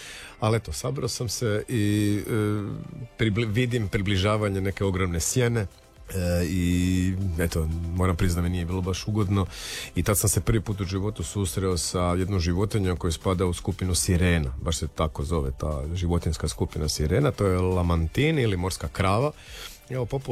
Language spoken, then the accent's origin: Croatian; Croatia